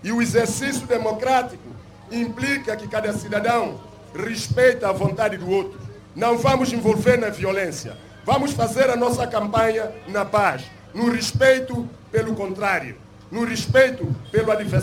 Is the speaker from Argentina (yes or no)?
no; São Tomé & Príncipe; vamos comportar como santomense.